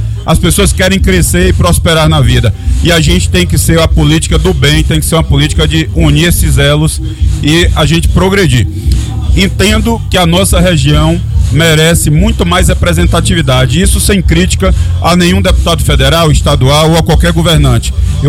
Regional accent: Barreiras, Bahia, Brazil; Eu que sou oestino, né? Nascido e criado em Barreiras, então eu conheço a realidade de Serra do Ramalho e toda a região desde cedo.

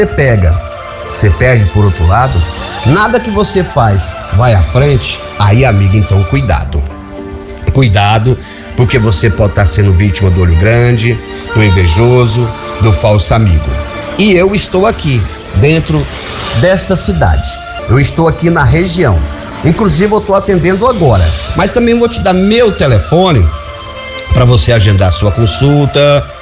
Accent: Bahia, Brazil; Porque, para quem não me conhece, eu sou da Bahia. Isso, amigos, eu sou da Bahia, certo? Sou da Bahia, mas atendo em todo o território nacional brasileiro, verde e amarelo.

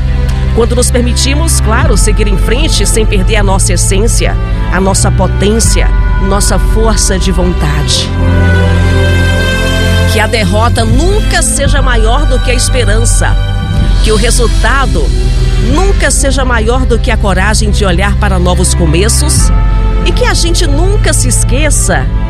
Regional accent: Brazil

